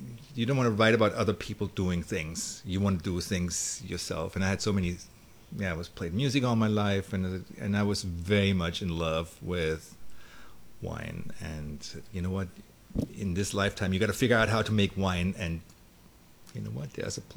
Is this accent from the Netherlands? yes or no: no; Germany; moved away as an adult; I'm German.